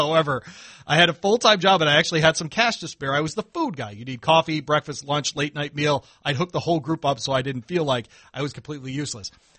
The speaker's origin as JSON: {"language": "English", "town": "Detroit", "region": "Michigan", "country": "United States", "tie": "born or raised there", "moved": "yes", "said": "I grew up around Detroit sports"}